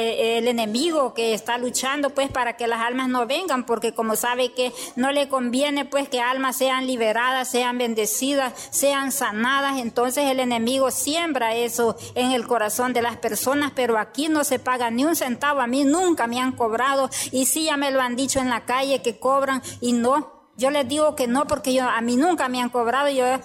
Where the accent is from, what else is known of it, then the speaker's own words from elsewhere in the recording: Coatepeque, Santa Ana, El Salvador; Cantón San Jacinto, Coatepeque.